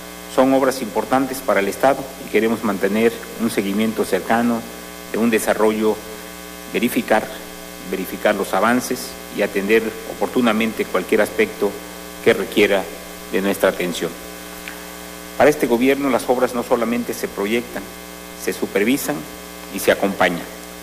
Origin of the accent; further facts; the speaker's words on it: Tabasco, Mexico; nos permite compartir como tabasqueñas y tabasqueños la alegría y el orgullo de nuestra tierra.